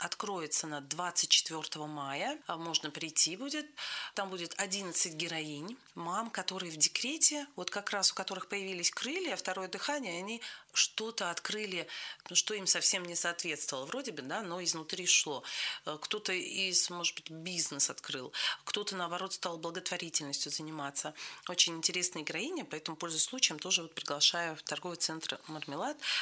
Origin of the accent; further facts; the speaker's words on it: Cherepovets, Vologda Oblast, Russia; Я сама из Череповца